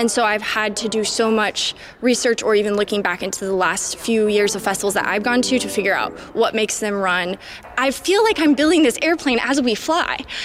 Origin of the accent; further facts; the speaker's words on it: Lindsborg, Kansas, United States; my hometown in Lindsborg